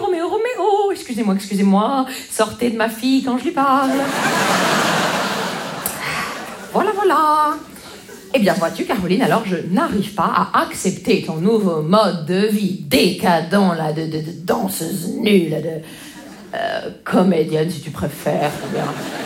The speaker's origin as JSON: {"language": "French", "region": "Grand Est", "country": "France", "said": "Vous savez, moi je viens des Vosges."}